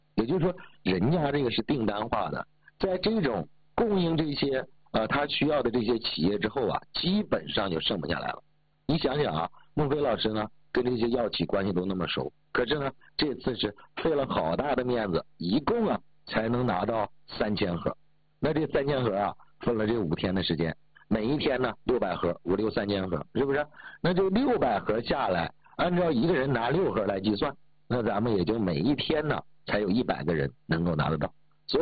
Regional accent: Northeast China, China; 我身上流着山东人的血，我出生在东北，长在东北

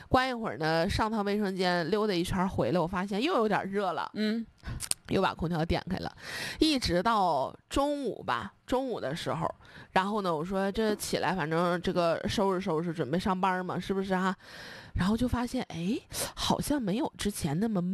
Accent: Northeast China, China; 咱们东北人啊，比较适合这种就是凉爽一点的感觉

